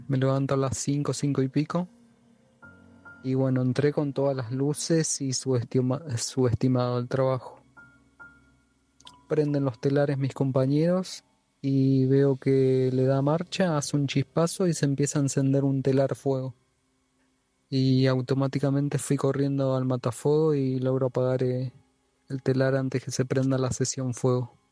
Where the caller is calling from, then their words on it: Monte Grande, Buenos Aires Province, Argentina; Vivo en Monte Grande y trabajo en Lomas de Zamora, en una textil.